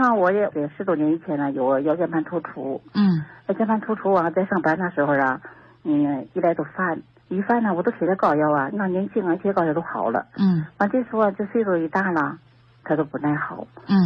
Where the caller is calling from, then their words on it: Tianjin, China; 天津宁河的人。今年69岁。